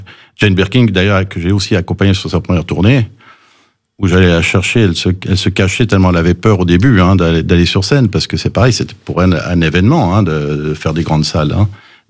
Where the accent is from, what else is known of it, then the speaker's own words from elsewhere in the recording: Nancy, Grand Est, France; French is a second language; also born or lived in California, United States / Lunéville; Alors, je suis né aux États-Unis de père américain et de mère française. Et je suis arrivé de Californie à 8 ans. Je ne parlais pas un mot de français.